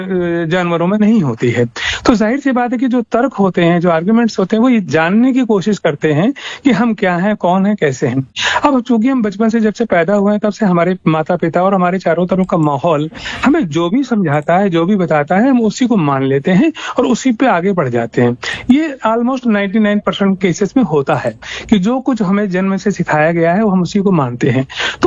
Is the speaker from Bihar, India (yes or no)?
no; Kanpur, Uttar Pradesh, India; मैं कानपुर शहर का निवासी हूँ और आपसे बहुत पहले से जुड़ा हुआ हूँ।